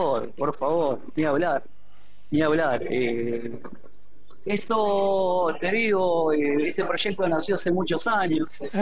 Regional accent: La Plata, Buenos Aires Province, Argentina; born there; now in Berisso, Argentina; yo soy bericense, soy nacido en La Plata, me mudé a Berisso hace unos años.

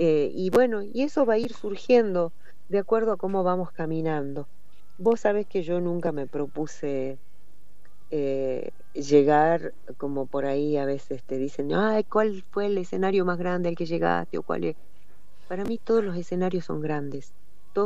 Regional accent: Jujuy, Argentina; creen que somos de Bolivia, de Perú, o nos preguntan, o Jujuy existe.

